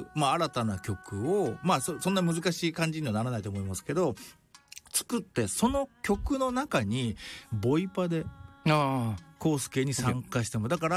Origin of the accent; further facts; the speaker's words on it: Japan; moved away; 私と同じ、やっぱり、内地出身なんですよ